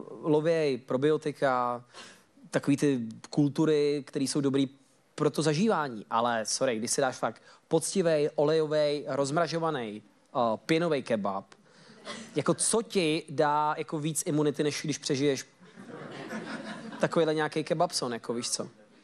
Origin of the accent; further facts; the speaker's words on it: Turkey; Jo, a já jsem z Turecka.